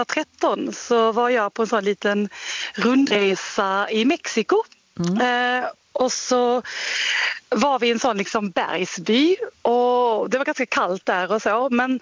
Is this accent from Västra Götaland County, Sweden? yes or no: no; Skåne, Sweden; now in Oslo, Norway; jag bor i Oslo, ja. Så även om jag är från Skåne.